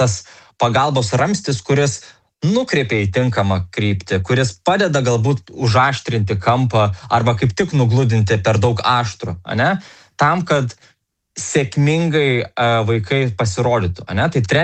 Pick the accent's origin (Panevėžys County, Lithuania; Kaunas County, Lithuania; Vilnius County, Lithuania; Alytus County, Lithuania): Panevėžys County, Lithuania; Panevėžys; Aš pats esu iš Panevėžio